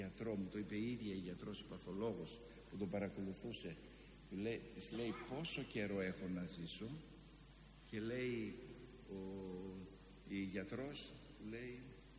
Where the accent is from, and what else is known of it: Drama, Eastern Macedonia and Thrace, Greece